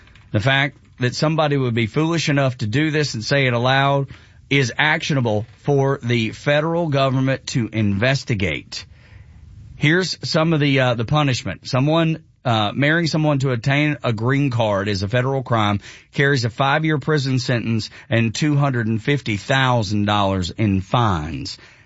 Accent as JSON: {"language": "English", "region": "Georgia", "country": "United States", "said": "I'm from Northwest Georgia. Some people accuse us of that anyway."}